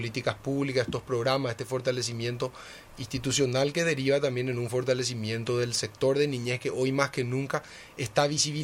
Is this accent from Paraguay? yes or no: yes; Encarnación, Itapúa, Paraguay; cuando tuve 16 y 17 años en Encarnación, mi ciudad natal